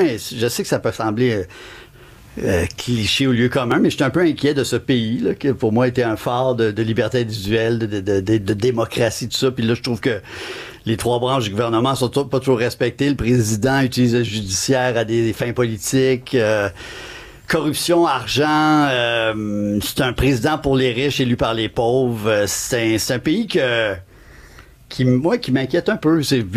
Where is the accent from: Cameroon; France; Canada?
Canada; est-ce que je suis Canadien, je reviens chez moi